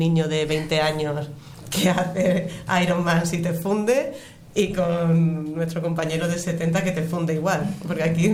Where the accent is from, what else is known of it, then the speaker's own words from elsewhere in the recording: Barcelona, Catalonia, Spain; born there; Yo hacía natación sincronizada de chica aquí en el Callípolis